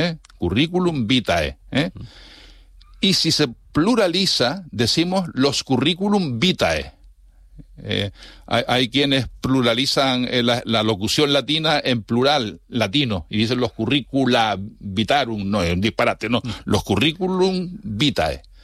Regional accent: Canary Islands, Spain; also born or lived in Guía de Isora

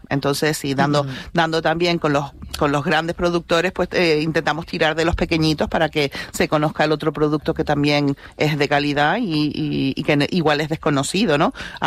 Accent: Canary Islands, Spain

